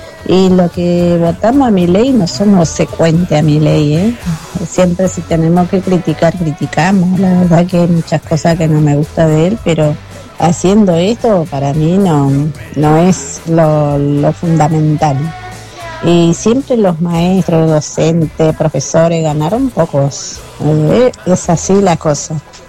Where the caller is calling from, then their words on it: Villa Luzuriaga, Buenos Aires Province, Argentina; Continental … de Villaluz Uriaga